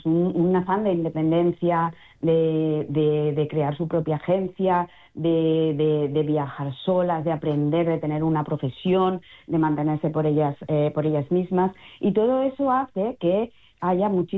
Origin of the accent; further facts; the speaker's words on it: Valencian Community, Spain; un periplo que para mí particularmente, siendo valenciana, me resulta muy emocionante.